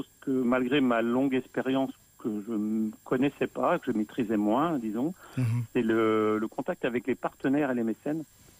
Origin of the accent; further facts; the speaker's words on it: Lorient, Brittany, France; born there; Je suis breton, engagé dans la culture bretonne et celtique. Je suis né à Lorient, mais ma mère est née à la frontière belge, et je connais très très bien la Belgique.